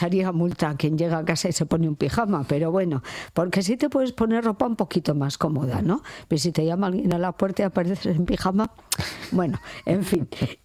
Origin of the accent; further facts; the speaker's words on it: Santurtzi, Basque Country, Spain; aquí una santurchiarra.